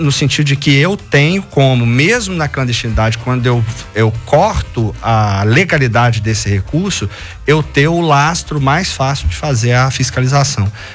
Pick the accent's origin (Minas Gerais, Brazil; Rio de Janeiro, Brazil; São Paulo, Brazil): Rio de Janeiro, Brazil; eu sou carioca